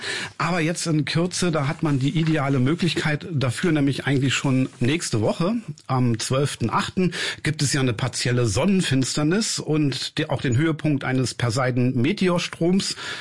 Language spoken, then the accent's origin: German; Berlin, Germany; moved away as an adult; now in Potsdam, Germany; ich bin unheimlich dankbar, dass ich so tolle Jahre in Berlin hatte. Hier bin ich geboren, hier bin ich aufgewachsen und nach Potsdam wollte ich schon früh und jetzt habe ich beides.